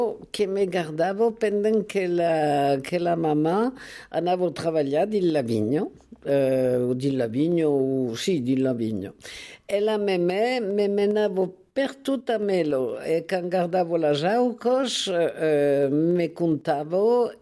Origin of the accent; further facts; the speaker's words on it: Busque, Occitanie, France; born there; now in Graulhet, France; Je suis sortie de Busco, d'Alburio à Busco.